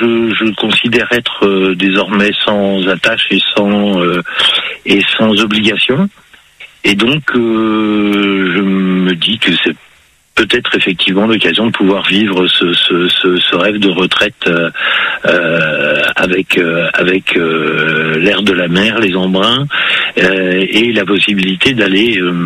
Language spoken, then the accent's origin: French; Palaiseau, Île-de-France, France; born there; Je suis né à Palaiseau.